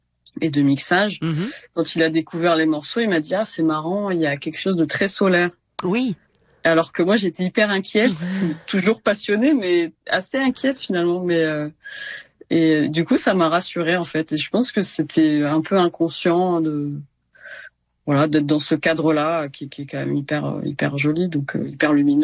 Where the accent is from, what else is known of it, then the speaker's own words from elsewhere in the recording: Ramatuelle, Provence-Alpes-Côte d'Azur, France; Ben, en fait, j'ai un lien assez fort avec Ramatuelle, donc là où j'ai grandi